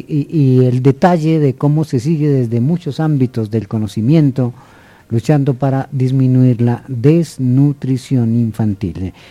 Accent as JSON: {"language": "Spanish", "region": "Huila", "country": "Colombia", "tie": "born or raised there", "said": "yo como mi infancia la viví en el Huila"}